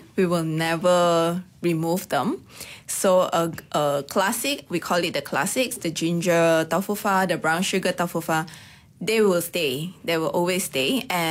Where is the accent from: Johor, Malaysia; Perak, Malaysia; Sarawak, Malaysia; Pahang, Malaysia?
Perak, Malaysia; Ipoh; moved away as an adult; now in Kuala Lumpur, Malaysia; because we are from Ipoh